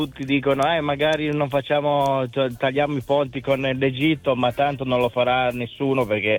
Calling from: Villarbasse, Piedmont, Italy; da Villarbasse, vicino a Torino.

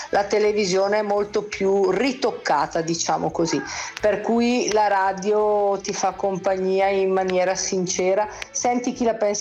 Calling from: Bergamo, Lombardy, Italy; da Bergamo.

